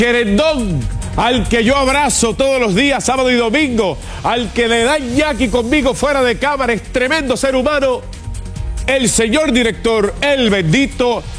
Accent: Humacao, Puerto Rico; el estadio de mi pueblo, el Néstor Morales de Humacao

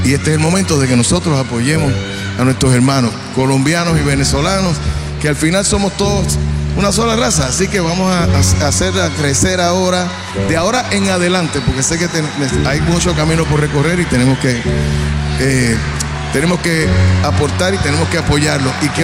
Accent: Puerto Rico; Yo soy puertorriqueño salsero

